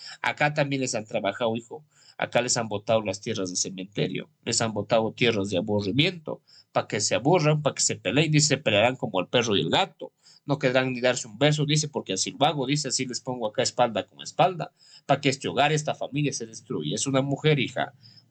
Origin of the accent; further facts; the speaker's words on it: Huancabamba, Piura, Peru; born there; A donde me vaya, a donde me encuentre, de mi tierra Huancabamba. Huancabamba, la tierra que me vio nacer, siervos. Sí, Huancabamba, la tierra que me dio nacer. Desde la provincia de Huancabamba, Salalá, Sondorillo